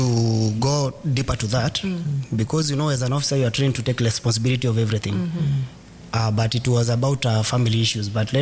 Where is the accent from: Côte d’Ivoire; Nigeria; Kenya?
Kenya